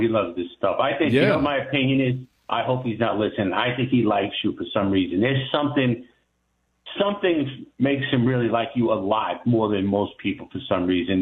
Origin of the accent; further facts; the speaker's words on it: Northeast, United States; Well, we come from the Northeast, and the summertime is not comfortable.